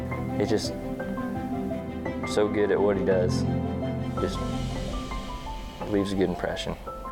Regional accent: Page, Nebraska, United States; I'm from Page, Nebraska.

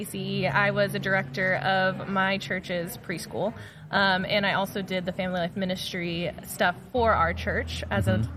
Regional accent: Arroyo Grande, California, United States; moved away as an adult; now in Norfolk, Nebraska, United States; So I was on the central coast of California, in Arroyo Grande, California.

